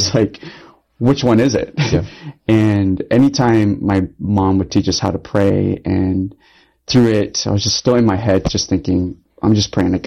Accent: Lincoln, Nebraska, United States; born there; I was the only one born in Lincoln. Everybody else was born in Vietnam, or my adopted brother was from California. And now, three of us live in Lincoln, two in Texas, and one in Florida.

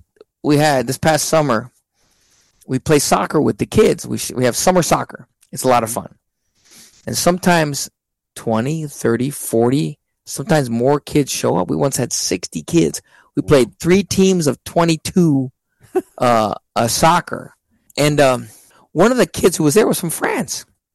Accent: Texas, United States; moved away as an adult; also born or lived in New York; I lived in New York for a while. I was a foreigner. I was from Texas.

